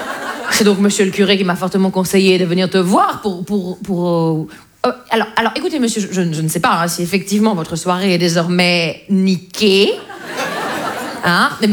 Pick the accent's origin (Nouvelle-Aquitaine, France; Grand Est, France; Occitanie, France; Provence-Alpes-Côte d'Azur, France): Grand Est, France; accent: Vosges